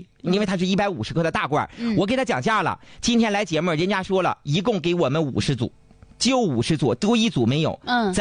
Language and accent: Chinese; Dalian, Liaoning, China; 我们大连人都爱戴，